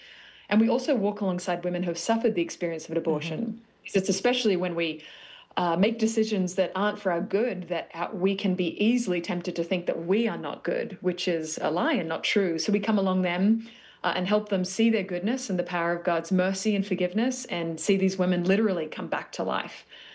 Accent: Sydney, New South Wales, Australia; moved away as an adult; now in Brooklyn, United States; I'm not from Brooklyn, but I'm working on my accent, which is clearly failing. I'm originally born Sydney, Australia

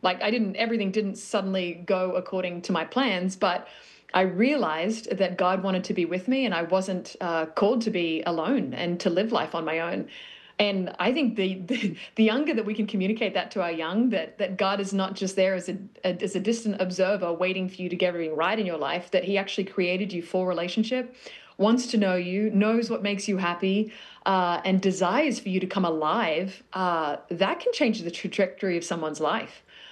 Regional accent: Australia; You know, as an Australian, I was involved in everything, but it was rugby sevens that caught my heart in the end.

